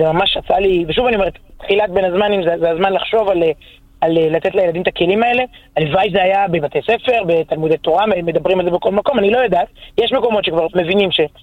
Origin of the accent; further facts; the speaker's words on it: Herzliya, Tel Aviv District, Israel; מאז שחזרתי בתשובה, זה משפט קצת קשה, שהילדות שלי כילדה חילונית בהרצליה, לפני 30 ומשהו שנה